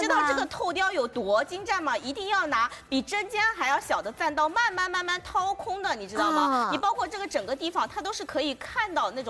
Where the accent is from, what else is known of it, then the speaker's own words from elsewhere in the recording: China; 尤其我们中国人讲究家里一定要摆一些玉石的摆件嘛。